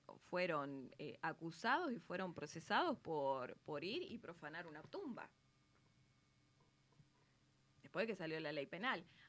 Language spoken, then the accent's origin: Spanish; Argentina; como los argentinos decimos